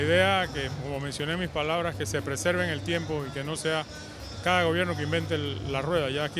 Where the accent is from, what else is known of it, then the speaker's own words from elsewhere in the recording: Panama; lo que somos los panameños, como anfitriones del mundo.